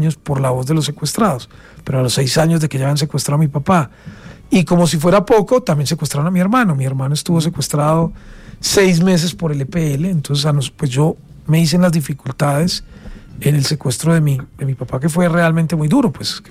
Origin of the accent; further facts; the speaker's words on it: Riosucio, Caldas, Colombia; yo no soy de Bogotá, yo soy de un pueblo que se llama Río Sucio Caldas y soy caldense, es decir, yo soy de provincia